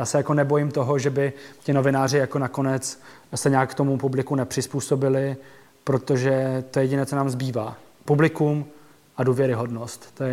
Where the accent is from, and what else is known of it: Ostrava, Moravian-Silesian Region, Czechia